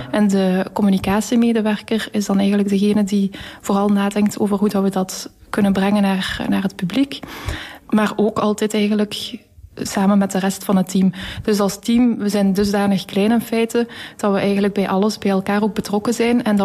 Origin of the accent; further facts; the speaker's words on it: Flanders, Belgium; En bovendien ben ik zelf afkomstig van de Vlaamse Ardennen. Woon ik nu ook al enige jaren hier in Oudenaarde.